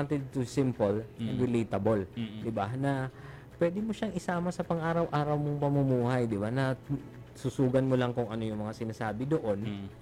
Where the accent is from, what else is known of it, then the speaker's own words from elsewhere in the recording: Masbate, Bicol Region, Philippines; Pareho pala tayong Bicolano. Ay, so, I'm from Masbate.